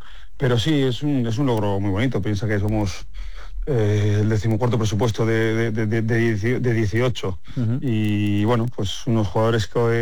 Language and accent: Spanish; Valladolid, Castile and León, Spain; moved away; todos los que somos pucelanos